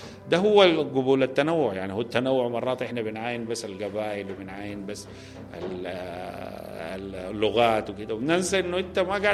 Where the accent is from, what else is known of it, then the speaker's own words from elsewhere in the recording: Sudan; لنساء بلادي السودان